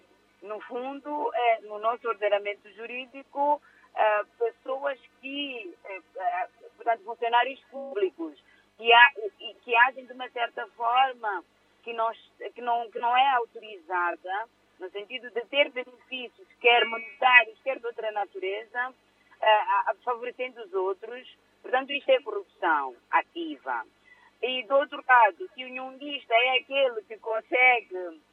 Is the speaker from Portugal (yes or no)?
no; Mozambique; como moçambicanos devemos acreditar